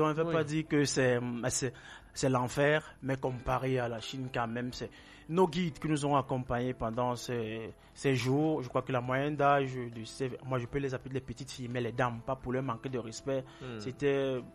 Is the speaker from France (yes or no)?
no; Cameroon; chez nous au Cameroun